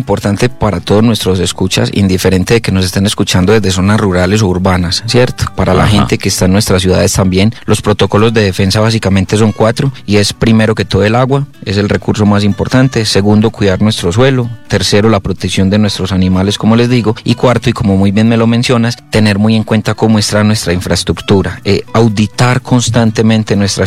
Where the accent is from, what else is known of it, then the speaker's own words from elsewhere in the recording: Santa Rosa de Osos, Antioquia, Colombia; Yo soy una persona de Santa Rosa de Osos, criada en veredas de Santa Rosa de Osos y preparada en Santa Rosa de Osos.